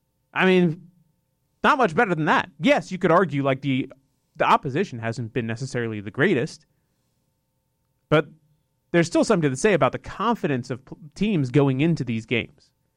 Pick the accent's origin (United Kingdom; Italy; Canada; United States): United Kingdom; England; I am English